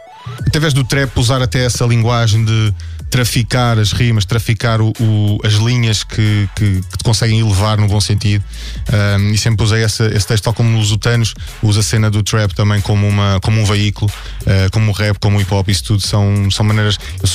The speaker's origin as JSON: {"language": "Portuguese", "region": "Lisbon", "country": "Portugal", "tie": "born or raised there", "said": "É a cidade onde eu nasci, é Lisboa."}